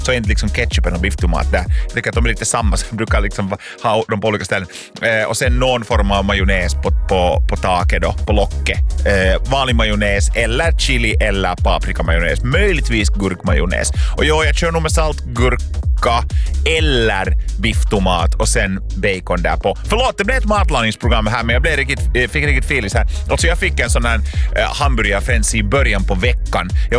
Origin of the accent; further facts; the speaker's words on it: Lappträsk, Uusimaa, Finland; Men nu är det ju liksom kolgrillen hemma i Linkoski i Lappträsk.